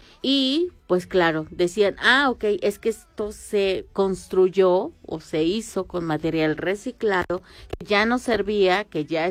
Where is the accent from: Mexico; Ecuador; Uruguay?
Mexico; luego pasó a nosotros que somos mexicanos.